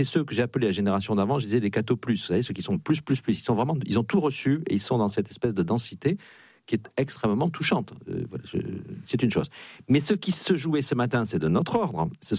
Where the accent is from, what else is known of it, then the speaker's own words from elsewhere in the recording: Nouvelle-Aquitaine, France; ou encore plus venir du côté de chez moi dans le Béarn, où il a aussi des racines.